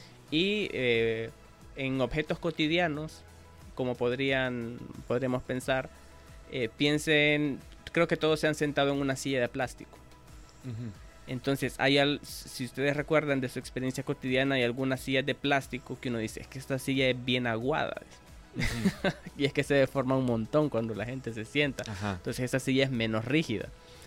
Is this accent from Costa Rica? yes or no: no; Honduras; desde mi perspectiva como docente y como hondureño